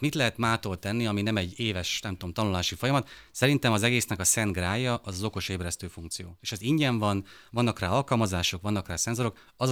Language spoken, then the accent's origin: Hungarian; Szabolcs-Szatmár-Bereg, Hungary; én Szabolcsi vagyok